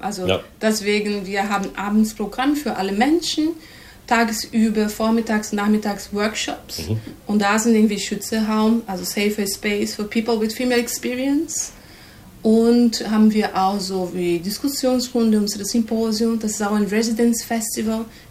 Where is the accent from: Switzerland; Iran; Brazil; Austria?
Brazil; German is a second language; now in Germany; also ich komme aus Brasilien, ich habe Theater studiert in der Universität, Theaterpädagogik.